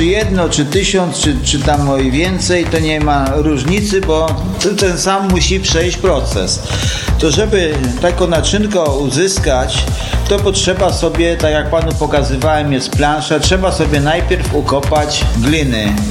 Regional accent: Urzędów, Lublin Voivodeship, Poland; A jestem urzędowiak taki, można powiedzieć, że praktycznie 100% tam od iluś tam pokoleń, nie?

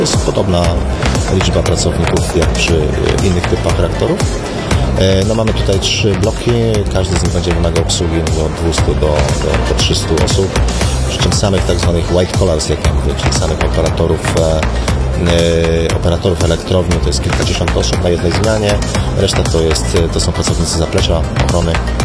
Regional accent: Pomeranian Voivodeship, Poland; jestem Pomorzaninem. Nie urodziłem się w Gdańsku, ale jestem z Pomorza

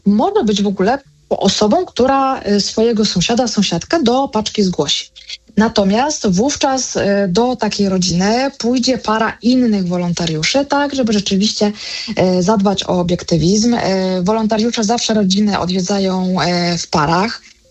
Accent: Kraków, Lesser Poland, Poland; ja jestem z Krakowa i mogłoby się wydawać, że Kraków to jest takie, z pewnością jedno z zamożniejszych miast

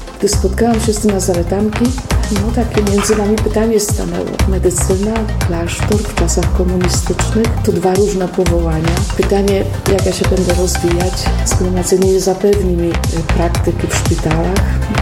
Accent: Saczyn, Greater Poland Voivodeship, Poland; Jestem stąd, można powiedzieć, dlatego, że urodziłam się niedaleko Kalisza, miejscowość, która nazywa się Sadżyn.

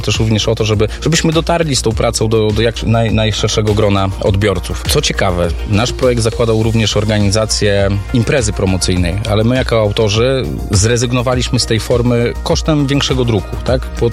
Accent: Biała Podlaska, Lublin Voivodeship, Poland; wszyscy jesteśmy z Orzechówka

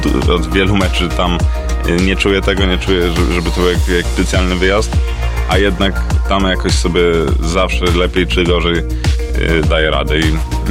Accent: Tarnów, Lesser Poland, Poland; ja tak samo jestem z Tarnowa i od dziecka był tak samo moim idolem

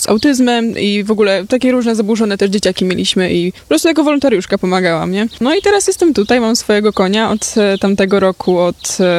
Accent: Koszalin, West Pomeranian Voivodeship, Poland; Z Koszalina. Z Jamna.

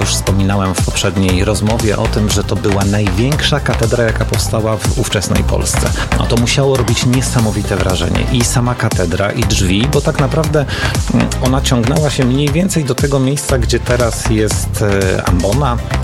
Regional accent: Płock, Masovian Voivodeship, Poland

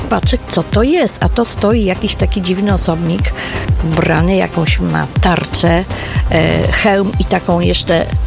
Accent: Radom, Masovian Voivodeship, Poland; No i tak, ale myśmy potem odczuwali to, że jesteśmy z Radomia. Bo nas warchłami nazywali.

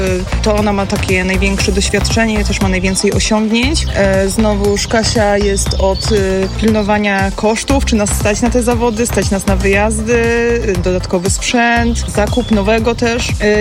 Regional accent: Silesian Voivodeship, Poland; Jesteśmy grupą kowbojek ze Śląska, które każdego dnia udowadniają, że dziki zachód może również istnieć tutaj, pomiędzy familokami, lasami i śląskimi miastami.

